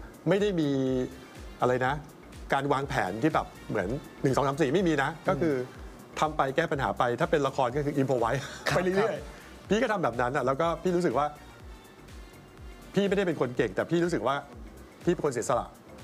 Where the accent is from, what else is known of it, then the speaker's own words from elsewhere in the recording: Bangkok, Thailand; เราเป็นคนที่เกิดและโตที่นี่เป็นคนพื้นที่เนาะ